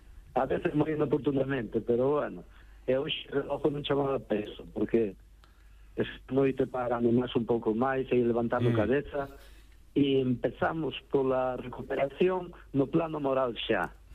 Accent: Portas, Galicia, Spain; Curiosamente, eu son de Lantaño. É un meu concello pequeniño, de 3.000 habitantes, que chama de Portas.

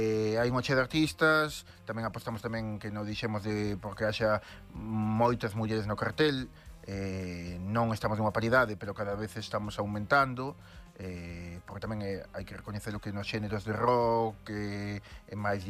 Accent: Vilaxoán, Galicia, Spain; somos xe de Vilaxoán, da Terra das Revenidas, onde se canta moi ben e se bañan as mantidas.

